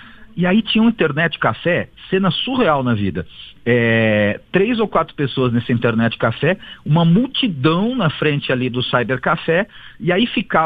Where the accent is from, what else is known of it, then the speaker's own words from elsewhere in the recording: Brazil; Quando me identificavam como brasileiro